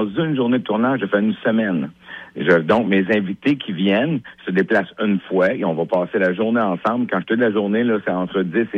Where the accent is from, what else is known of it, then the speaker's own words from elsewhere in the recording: Sainte-Clotilde, Quebec, Canada; born there; also born or lived in Montreal; moi, je viens de Mansou. Je suis né à Montréal, tu sais, mais Sainte-Clotilde, en fait, ma première maison, première demeure à Sainte-Clotilde.